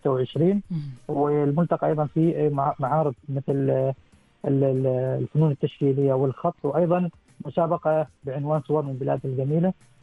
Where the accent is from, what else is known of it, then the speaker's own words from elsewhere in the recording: Oman; من سلطنة عمان أو من بلادنا عمان